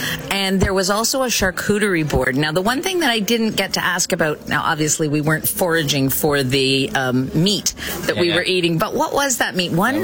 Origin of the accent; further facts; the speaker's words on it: Niagara, Ontario, Canada; I'm from Ontario. From Niagara.